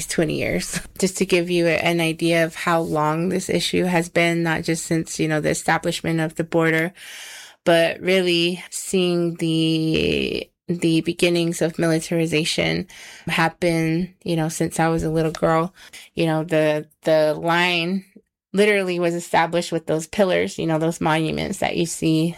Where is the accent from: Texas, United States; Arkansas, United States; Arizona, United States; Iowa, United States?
Arizona, United States; now in Tucson, United States; I come from the Thonautum Nation, and … Translated, that means Milky Way Light. And I'm a member of the Thonautum Nation